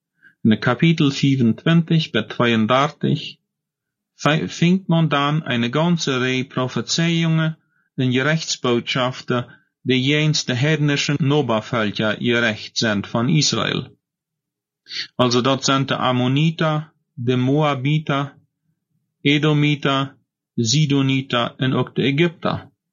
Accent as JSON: {"language": "German", "country": "Paraguay", "said": "Und wenn ich von dort weiter will, was in meiner Heimat in Paraguay oder in Deutschland für sich gehen wird, dann höre ich einfach die Nachrichten in der deutschen Wahl."}